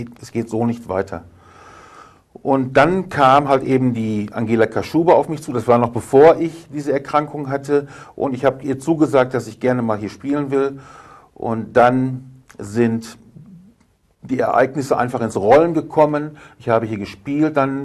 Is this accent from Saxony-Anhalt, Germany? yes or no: no; Belecke, North Rhine-Westphalia, Germany; moved away as an adult; Ja, dort bin ich aufgewachsen. Meine ersten 50 Jahre meines Lebens habe ich dort verbracht.